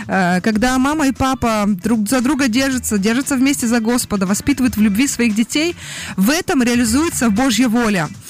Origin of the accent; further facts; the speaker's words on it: Belarus; я из Беларуси